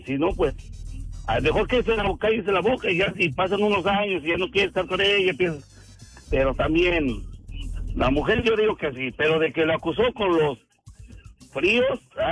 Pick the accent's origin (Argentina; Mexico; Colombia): Mexico; Hidalgo; moved away; Allá donde soy yo de Hidalgo.